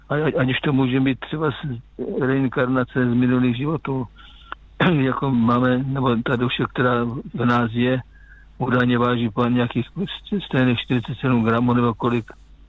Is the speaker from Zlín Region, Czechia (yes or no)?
no; Žeravice, South Moravian Region, Czechia; born or raised there; also born or lived in Kopřivnice